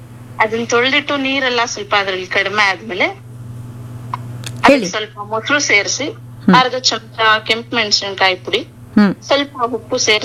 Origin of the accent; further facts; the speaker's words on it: Mandya district, Karnataka, India; now in Bengaluru, India; ನಾವು ಮೂಲತಃ ಮಂಡ್ಯ ಜಿಲ್ಲೆಯವರು.